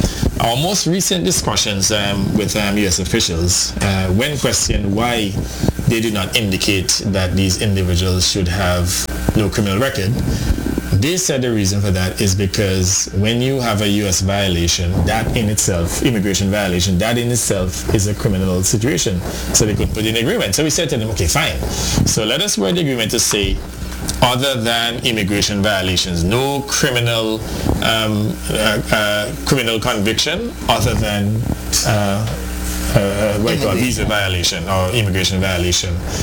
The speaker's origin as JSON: {"language": "English", "country": "Antigua & Barbuda"}